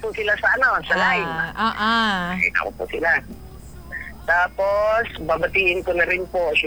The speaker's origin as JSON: {"language": "Tagalog", "area": "Aborlan", "region": "Palawan", "country": "Philippines", "tie": "born or raised there", "moved": "yes", "said": "my hometown of Orland"}